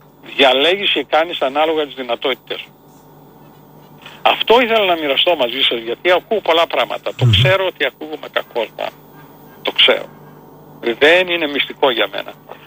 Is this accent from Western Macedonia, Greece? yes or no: yes; Kastoria, Western Macedonia, Greece; Αλλά εγώ δεν είμαι πατρινός, εγώ είμαι Καστοριανός.